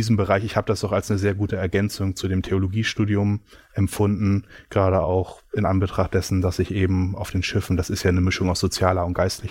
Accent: Germany; ich als Deutscher

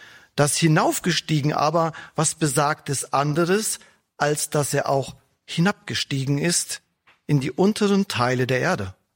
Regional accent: North Rhine-Westphalia, Germany; Nicht weit von dem Ort, wo ich aufgewachsen bin, da erstreckt sich in weiter Höhe das Hermannsdenkmal.

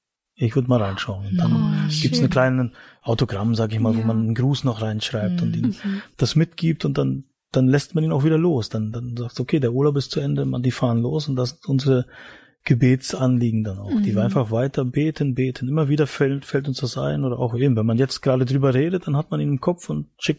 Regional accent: East Germany, Germany; ich bin ein Ostdeutscher und da war Glaube nicht so das Thema

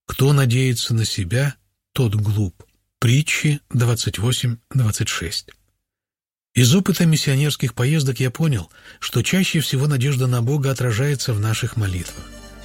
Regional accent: Cherkasy Oblast, Ukraine; Еще один урок Бог преподал мне, когда мы были в моем родном селе в Черкасской области. Там практически все меня знают.

